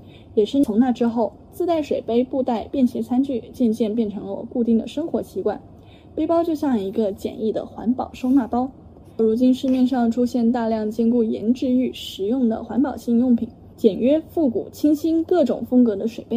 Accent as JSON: {"language": "Chinese", "country": "China", "tie": "born or raised there", "also_born_or_lived": "Taiwan", "said": "我是从小在大陆长大的台湾青年"}